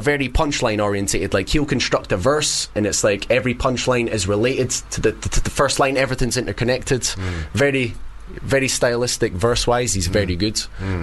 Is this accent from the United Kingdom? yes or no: yes; Scotland, United Kingdom; I'm Scottish